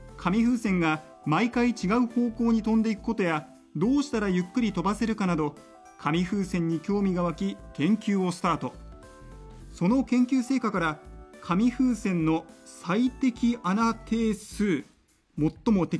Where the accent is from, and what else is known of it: Nagasaki, Japan